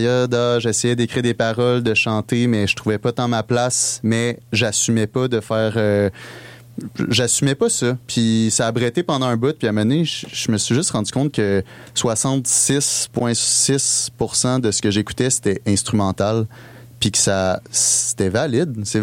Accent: Farnham, Quebec, Canada

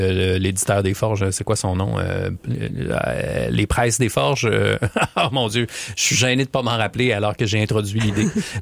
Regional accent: Quebec City, Quebec, Canada

